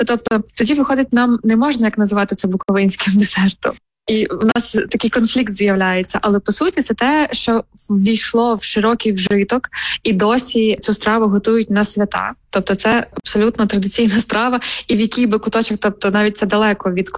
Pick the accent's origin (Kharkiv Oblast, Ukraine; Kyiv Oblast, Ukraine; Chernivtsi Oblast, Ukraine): Chernivtsi Oblast, Ukraine; тому що це моя мала батьківщина